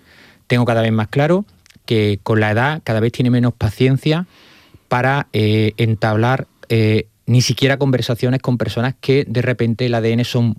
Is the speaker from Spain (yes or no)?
yes; Huelva, Andalusia, Spain; moved away; yo he hecho un recorrido personal, profesional, que yo partí, yo salí de Huelva siendo pedraza